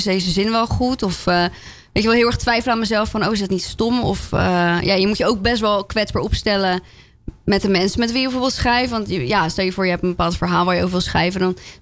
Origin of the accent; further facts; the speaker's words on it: France; moved away; Nou ja, ik kom uit Frankrijk oorspronkelijk.